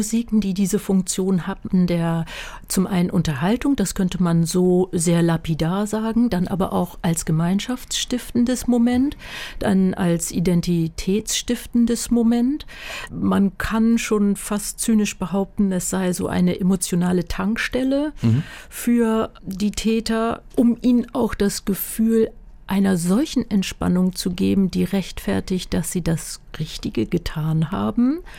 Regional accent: Northern Germany, Germany; ich komme aus Norddeutschland. Wir sprechen dort ganz anderen Dialekt.

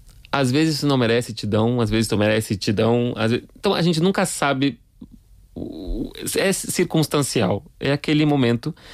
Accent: Rio Grande do Sul, Brazil; E uma coisa que eu levo, eu sou do Rio Grande do Sul, né? Então, tem muitas semelhanças entre a cultura gaúcha, a cultura do Pampa, com a Espanha.

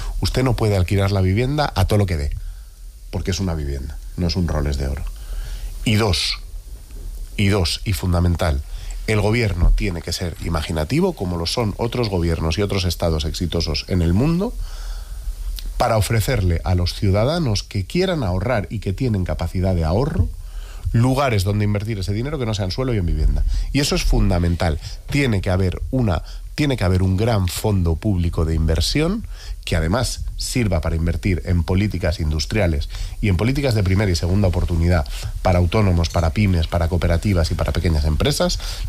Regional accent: Madrid, Community of Madrid, Spain

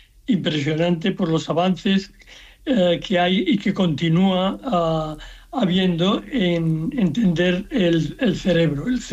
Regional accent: Seville, Andalusia, Spain; born there; Aquí, nací en Sevilla, en fin, con 14 años me suspendieron en todas

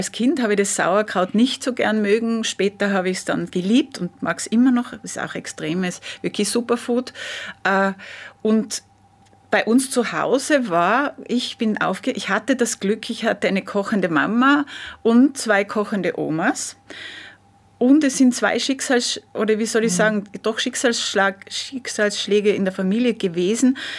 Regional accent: Innsbruck, Tyrol, Austria; Ja, also ich bin natürlich in Innsbruck aufgewachsen auch, also schon in der Stadt. Also ich bin kein Kind vom Land, aber bei uns war natürlich, das Land ist sehr nah in Innsbruck.

